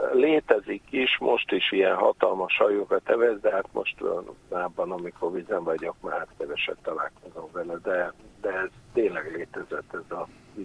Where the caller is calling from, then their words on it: Budapest, Hungary; Én budapesti vagyok, víz közelben nőttem fel